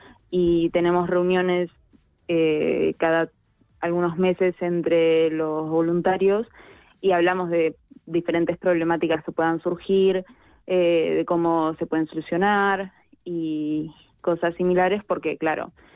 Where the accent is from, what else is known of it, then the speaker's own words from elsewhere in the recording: Argentina; si bien yo soy argentina, mi familia toda de España, y ella es manchega y mi papá también era manchego